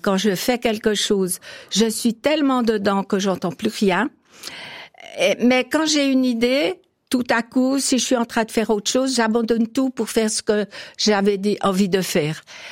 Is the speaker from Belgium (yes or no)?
no; France; born there; Je suis né en France.